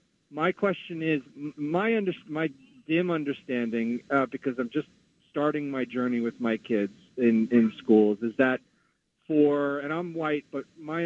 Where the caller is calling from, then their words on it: New York City, New York, United States; I'm in Flatbush.